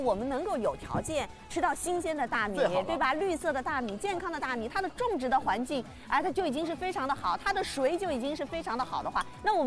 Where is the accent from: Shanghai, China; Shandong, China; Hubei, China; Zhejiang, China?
Shanghai, China